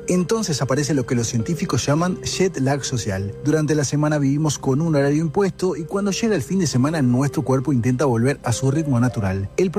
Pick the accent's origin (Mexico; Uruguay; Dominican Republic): Uruguay